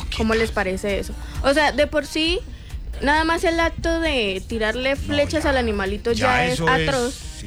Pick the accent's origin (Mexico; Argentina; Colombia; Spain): Colombia; no solo las personas del Atlántico, sino también uno como colombiano, como ser humano.